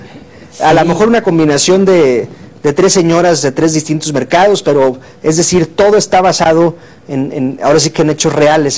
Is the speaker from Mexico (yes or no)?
yes; Mexico; pues conocemos los mercados porque somos mexicanos